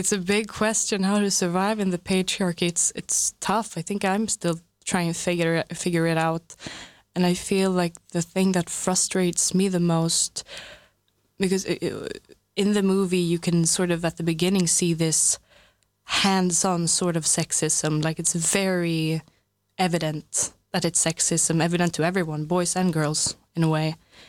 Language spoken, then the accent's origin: English; Stockholm, Stockholm County, Sweden; English is a second language; compared to Stockholm, which is my hometown or home city, it's a bit impersonal, I would say, Stockholm, compared to Trieste